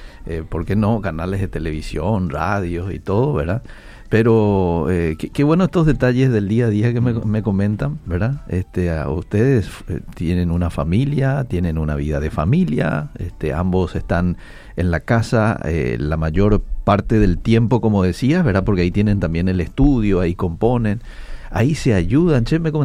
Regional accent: Paraguay; Estamos con emoción como paraguayos, porque después de 16 años, 16 años, vamos a volver a un mundial

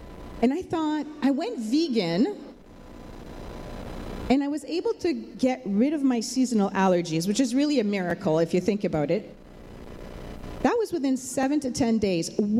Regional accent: Montreal, Quebec, Canada; also born or lived in Ontario; now in Vancouver, Canada; I'm originally from Montreal. I lived in Ontario and now I live in Vancouver. Let's just say I'm Canadian.

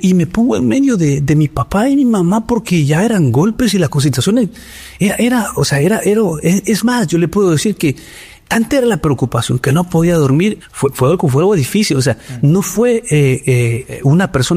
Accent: El Salvador; born there; Yo nací en El Salvador, en una familia muy, muy fuerte, vamos a decir.

